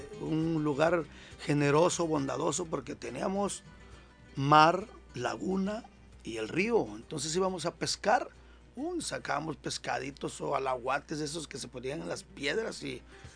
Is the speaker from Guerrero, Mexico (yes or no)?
yes; Acapulco, Guerrero, Mexico; donde está el puente, de ahí es mi pueblo querido